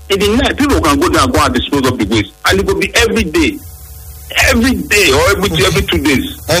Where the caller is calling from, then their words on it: Benin City, Edo, Nigeria; from Benin. I come from Sapele Road.